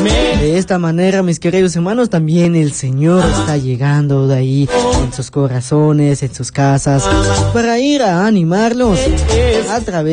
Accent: Guatemala; aquí en nuestro hermoso país de Guatemala

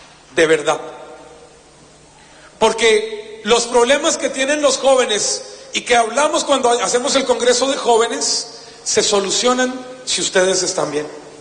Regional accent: Colombia; soy colombiano. ¿No se nota? Soy colombiano.

